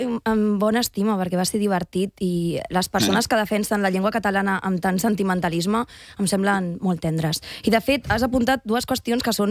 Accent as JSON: {"language": "Catalan", "region": "Catalonia", "country": "Spain", "second_language": "Catalan", "said": "som els catalans els que tenim moltes lliçons sobre què significa que ens obliguin a parlar una altra llengua"}